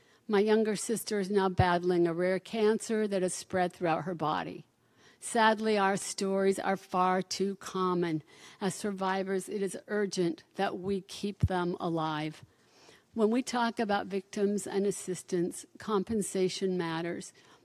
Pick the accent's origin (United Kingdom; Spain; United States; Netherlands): United States; Salt Lake City, Utah; I grew up in Salt Lake City, Utah, during the years of above-ground testing.